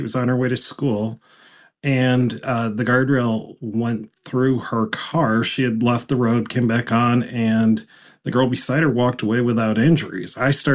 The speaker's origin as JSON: {"language": "English", "region": "New York", "country": "United States", "tie": "born or raised there", "said": "I grew up in Western New York to ribbon candy."}